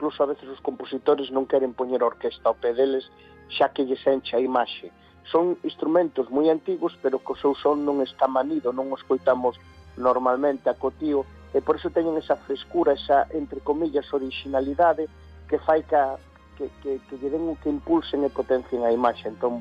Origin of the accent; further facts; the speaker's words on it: Galicia, Spain; sinto-me moi honrado como galego de ver que a xente acude aos meus concertos, porque gracias a eles eu pago concertos en Galicia